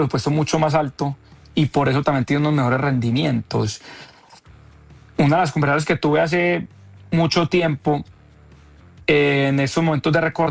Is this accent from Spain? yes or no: no; Colombia